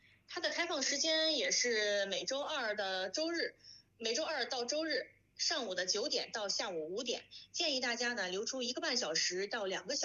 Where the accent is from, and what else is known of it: Hebei, China